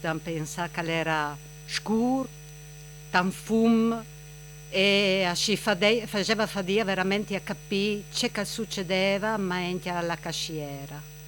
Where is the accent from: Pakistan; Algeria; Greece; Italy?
Italy; Anduins, Friuli-Venezia Giulia; sono di Anduins.